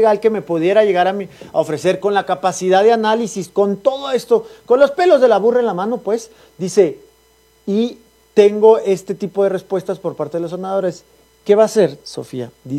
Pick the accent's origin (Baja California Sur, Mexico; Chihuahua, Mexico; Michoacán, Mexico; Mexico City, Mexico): Chihuahua, Mexico; A ver, él es de Coahuila, yo soy de Chihuahua.